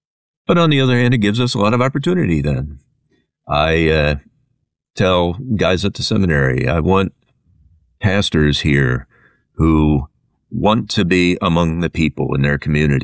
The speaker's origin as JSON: {"language": "English", "region": "Midwest", "country": "United States", "moved": "yes", "lives_now": "New England, United States", "said": "I'm a Midwesterner"}